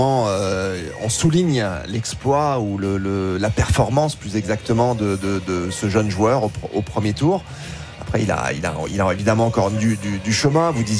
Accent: France; on est en tant que Français

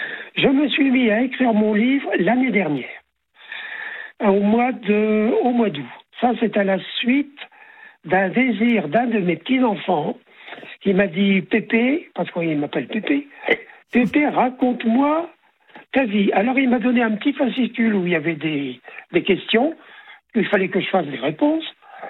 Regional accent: Amiens, Hauts-de-France, France; also born or lived in Villers-Bretonneux; Je suis né à Villers-Bretonneux. J'ai vécu à Villers-Bretonneux jusqu'en 1949. Je suis né en 42. En décembre 42, je suis né chez... 49, on a quitté Villers-Bretonneux. On est allé habiter à Amiens.

